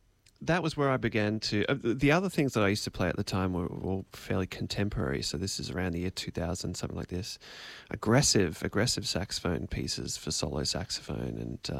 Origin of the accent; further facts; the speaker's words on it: Geelong, Victoria, Australia; back in my hometown.